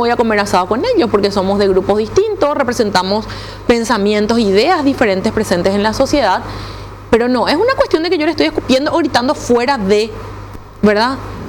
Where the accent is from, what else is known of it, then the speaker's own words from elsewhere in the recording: Paraguay; nosotros como paraguayos y paraguayas